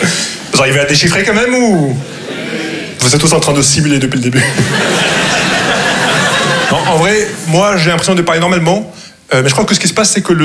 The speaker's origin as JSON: {"language": "French", "town": "Casablanca", "region": "Casablanca-Settat", "country": "Morocco", "tie": "born or raised there", "said": "j'ai grandi au Maroc, mais on dirait que ma voix est doublée par un gars qui s'appelle Maximilien."}